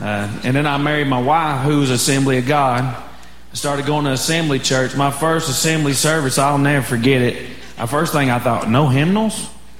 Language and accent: English; Arkansas, United States; I'm from a little town in Arkansas. Six people in my graduating class.